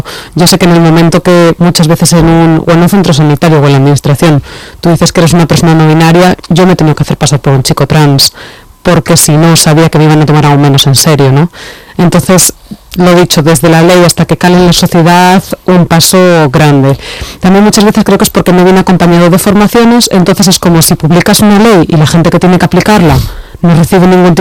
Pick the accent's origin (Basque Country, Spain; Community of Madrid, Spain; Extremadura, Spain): Community of Madrid, Spain; Madrid; yo soy de Madrid, allí las cosas estaban atascadísimas